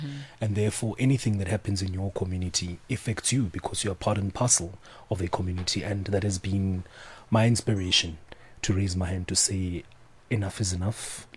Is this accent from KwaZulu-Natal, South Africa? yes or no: no; Ekurhuleni, Gauteng, South Africa; I'm the son of Ekurhuleni. I grew up in Ekurhuleni. I know the streets and the corners of Ekurhuleni